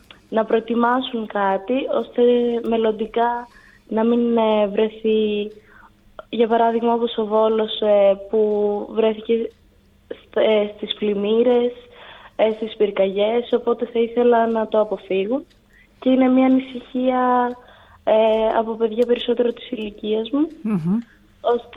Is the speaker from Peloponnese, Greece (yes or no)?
no; Volos, Thessaly, Greece; Εγώ ως μία 19χρονη έδωσα κάποιες ιδέες που θα ήθελα να δω διαφορά στην πόλη μου.